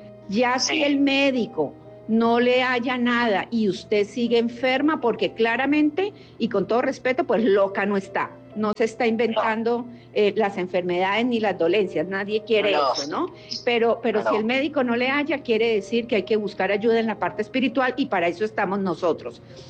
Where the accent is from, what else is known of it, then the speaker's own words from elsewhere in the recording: Mexico; Muy bien, yo soy mexicana, como le digo, tengo 30 años de experiencia.